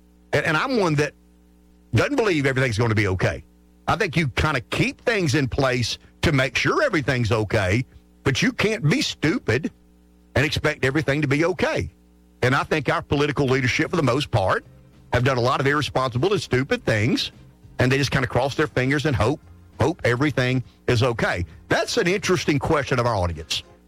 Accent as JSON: {"language": "English", "region": "South Carolina", "country": "United States", "tie": "born or raised there", "said": "As someone who has lived his entire state or his entire life in my home state and don't have any desire to go anywhere else"}